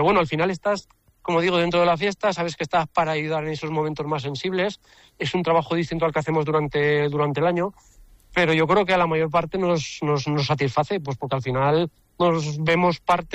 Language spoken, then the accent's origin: Spanish; Teruel, Aragon, Spain; para los que somos de Teruel